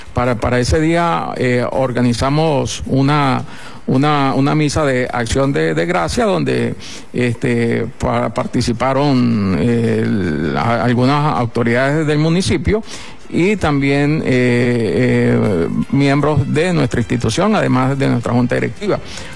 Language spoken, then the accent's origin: Spanish; El Vigía, Mérida, Venezuela; los que crecimos acá en el Vigía